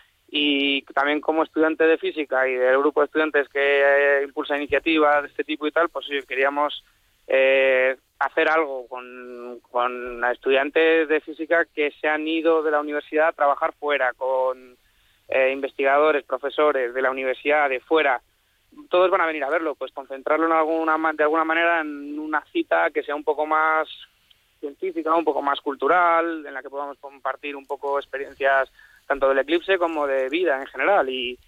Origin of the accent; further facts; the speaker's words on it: Autilla del Pino, Castile and León, Spain; yo soy de Autilla del Pino, soy el presidente de una asociación de jóvenes